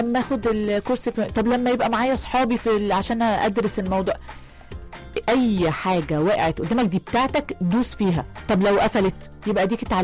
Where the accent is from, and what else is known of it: Egypt